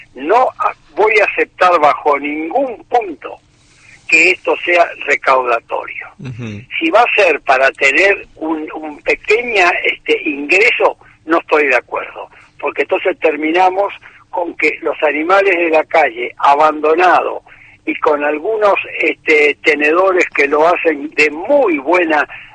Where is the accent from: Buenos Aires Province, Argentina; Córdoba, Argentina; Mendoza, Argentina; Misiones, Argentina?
Misiones, Argentina; Posadas; now in Rosario, Argentina; Yo me crié en Posada Misiones